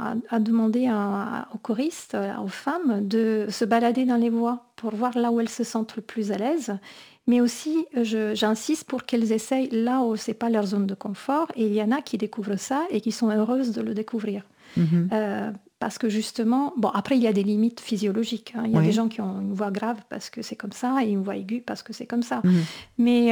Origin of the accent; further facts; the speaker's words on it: Italy; moved away; j'ai grandi en Italie